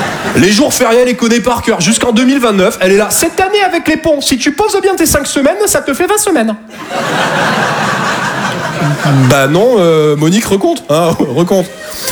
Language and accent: French; Toulouse, Occitanie, France; now in Paris, France